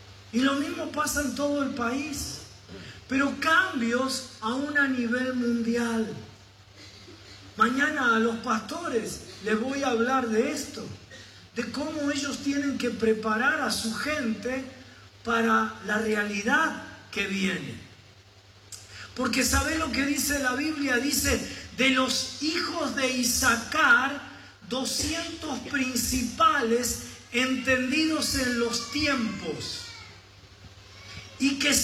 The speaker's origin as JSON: {"language": "Spanish", "region": "Buenos Aires", "country": "Argentina"}